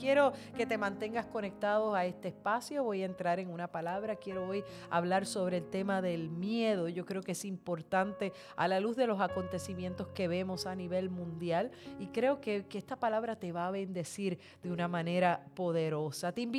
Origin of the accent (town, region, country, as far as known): Puerto Rico